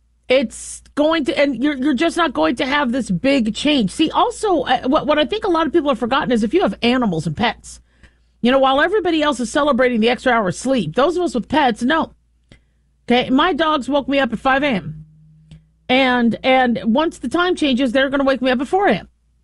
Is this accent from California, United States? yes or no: yes; California, United States; born there; Most of us are from California. I was born in California. I love the state of California.